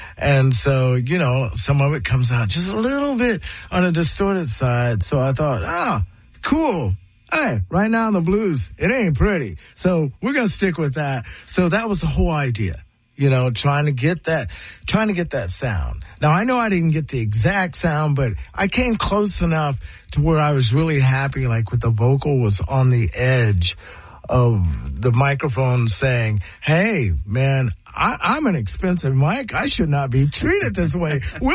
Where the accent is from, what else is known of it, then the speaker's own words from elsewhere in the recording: Ohio, United States; And I go, yeah, man, I'm from Ohio.